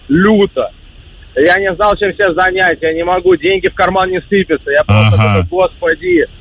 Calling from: Saint Petersburg, Russia; я из Питера.

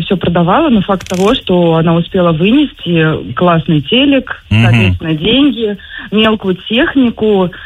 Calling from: Kaliningrad, Kaliningrad Oblast, Russia; да, город Калининград.

